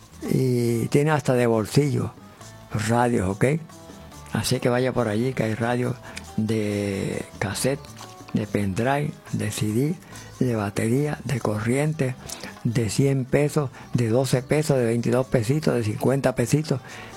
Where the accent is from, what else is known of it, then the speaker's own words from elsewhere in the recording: Añasco, Puerto Rico; en mi pueblo Añasco.